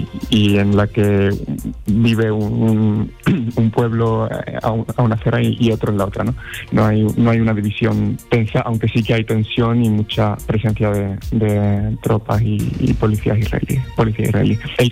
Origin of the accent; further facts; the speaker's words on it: Algeciras, Andalusia, Spain; moved away; aprovechando que hablo con vosotros, que soy la radio de mi tierra